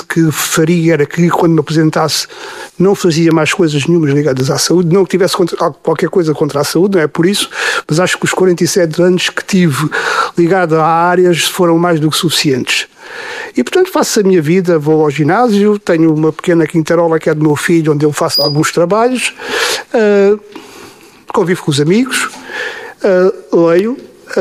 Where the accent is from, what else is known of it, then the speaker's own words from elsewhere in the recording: Arronches, Alentejo, Portugal; A minha infância foi toda feita em Arronches, porque o meu pai era guarda fiscal. Quando eu nasci, ele já vem para Arronches, e a minha infância é passada com.